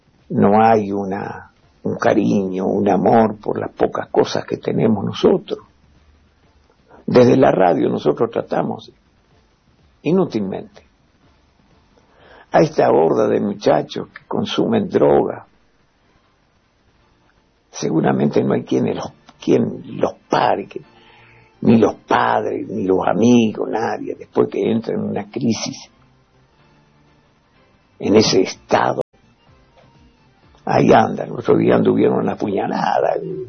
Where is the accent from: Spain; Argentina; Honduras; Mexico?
Argentina; yo soy argentino.